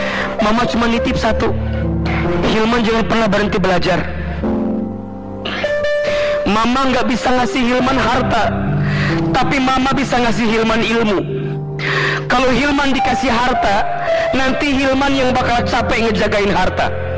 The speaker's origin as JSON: {"language": "Indonesian", "town": "Garut", "region": "West Java", "country": "Indonesia", "said": "Saya bilang, \"Gak mungkin mah, kita orang Garut. Garut ke Jakarta dulu 8 jam, 7 jam. Rasanya gak mungkin.\""}